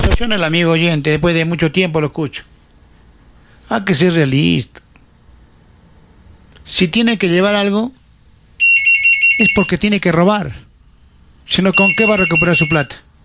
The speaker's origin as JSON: {"language": "Spanish", "area": "Cerro Colorado", "region": "Arequipa", "country": "Peru", "tie": "born there", "lives_now": "Uchumayo, Peru", "said": "Yo como cerreño de Cerro Colorado, nací en Cerro Colorado"}